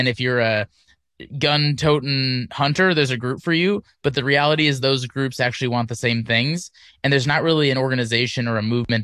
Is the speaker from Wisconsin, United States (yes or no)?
yes; Wisconsin, United States; Yeah, I grew up in Wisconsin, and our version of nature was the 12,000 lakes that the state has.